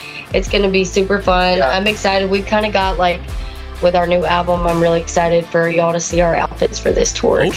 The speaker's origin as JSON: {"language": "English", "region": "Alabama", "country": "United States", "said": "and we're from Alabama, so we understand that if we asked them to wear orange in our hometown for Auburn, they would be same way."}